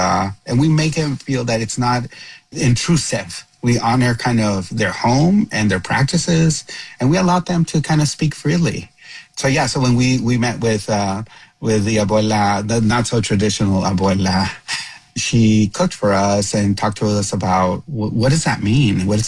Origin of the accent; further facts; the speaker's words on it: Texas, United States; And so for me, it's personal because I am Mexican, I'm Latino, growing up in Texas, and wanting to see my culture represented in a way that honors our communities.